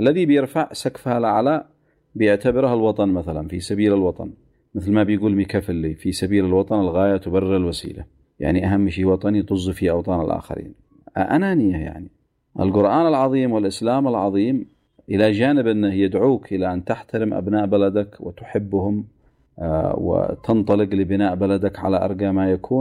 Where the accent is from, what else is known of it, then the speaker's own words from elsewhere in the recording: Yemen; كنا كيمنيين مجهولين حتى عند أنفسنا